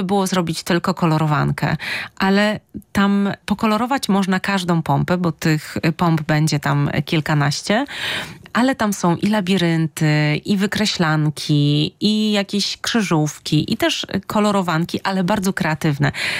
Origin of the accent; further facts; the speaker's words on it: Szczecin, West Pomeranian Voivodeship, Poland; To byłaby duma dla mnie, jako szczecinianki z urodzenia i z wyboru, największa.